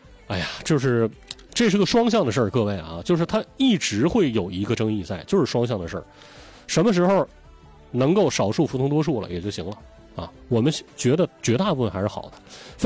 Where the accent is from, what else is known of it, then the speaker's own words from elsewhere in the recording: Anshan, Liaoning, China; moved away; 我的老家是鞍山